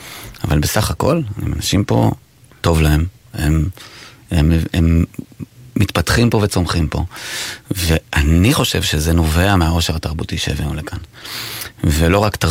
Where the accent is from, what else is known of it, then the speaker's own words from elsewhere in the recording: Tel Aviv, Tel Aviv District, Israel; born there; moved away; also born or lived in Samaria / Hebron Hills; אני גדלתי ברמת אביב. נולדתי ברמת אביב, אבא שלי היה איש צבא, אדם לא דתי דרך אגב. משם עברנו לשומרון, וזה הלך והידרדר, הגעתי להר חברון בסופו של דבר.